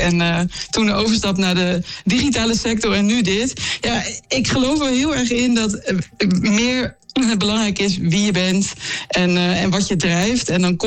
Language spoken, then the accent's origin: Dutch; Veendam, Groningen, Netherlands; born there; Ja, ik ben geboren in Veendam en gestudeerd in Groningen. Dus en het mooie is, we gaan ook weer terug naar Veendam om daar te gaan wonen.